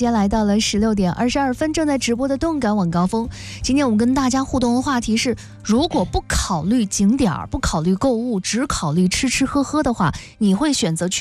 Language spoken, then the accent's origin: Chinese; Shandong, China; 这对我们山东人来说有先决的这个条件啊，